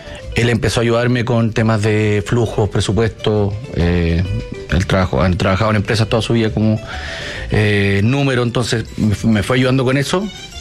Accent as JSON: {"language": "Spanish", "country": "Chile", "tie": "born there", "said": "Nací en Chile, sí."}